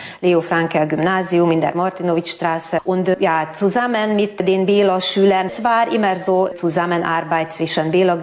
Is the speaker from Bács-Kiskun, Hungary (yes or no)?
yes; Hajós, Bács-Kiskun, Hungary; Ich bin in Hajosch aufgewachsen